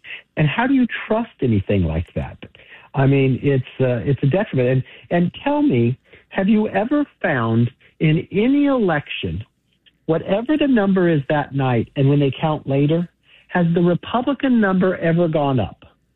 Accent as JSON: {"language": "English", "region": "California", "country": "United States", "tie": "born or raised there", "said": "in my years of growing up in California"}